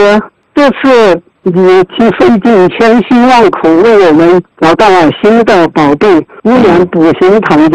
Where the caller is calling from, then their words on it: Suining, Sichuan, China; 我是来自四川遂宁的一位学员